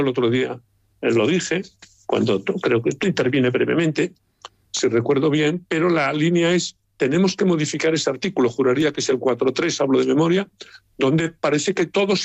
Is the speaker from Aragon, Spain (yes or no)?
no; Galicia, Spain; siendo yo gallego